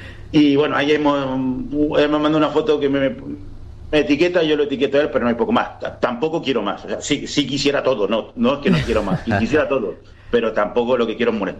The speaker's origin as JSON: {"language": "Spanish", "town": "Guaymallén", "region": "Mendoza", "country": "Argentina", "tie": "born or raised there", "moved": "as an adult", "lives_now": "Madrid, Spain", "said": "Yo soy de Mendoza. He vivido siempre en Guaymallén, en distintos barrios, pero uh-huh. siempre en Guaymallén. Y me fui por la situación económica."}